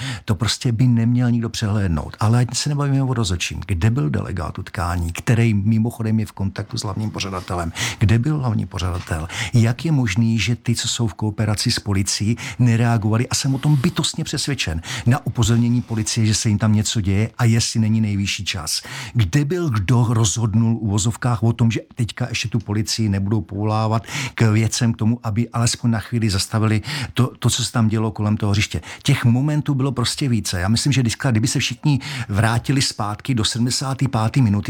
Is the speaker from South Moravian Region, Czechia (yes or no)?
no; Prague, Czechia; já tím, že jsem z Prahy 10, tak jsem se vybíral mezi Bohemkou a Slavií samozřejmě, protože jsou dva stadiony, které a dva kluby, které tam máme